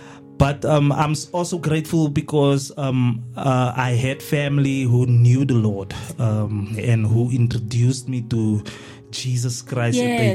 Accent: Johannesburg, Gauteng, South Africa; I'm from Yaldos, Yaldorado Park.

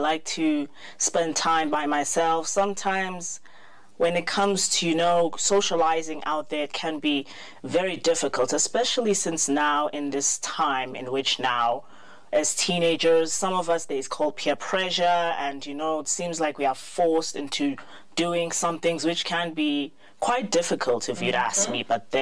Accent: Soweto, Gauteng, South Africa; I'm originally from Soweto.

